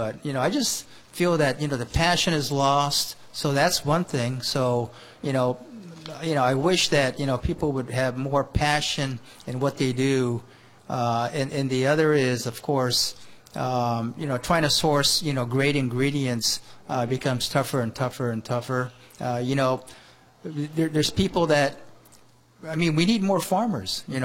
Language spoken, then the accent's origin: English; Japan; English is a second language; since I was born and raised in Japan, I'm not really a poke guy.